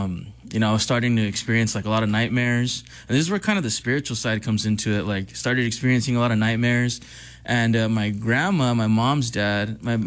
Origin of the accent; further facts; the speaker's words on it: South El Monte, California, United States; My mother was born here. So they met and they had me at 15. You know, my dad was 20, mom was 15. So very young parents. And I grew up in the city of Almonte, South Almonte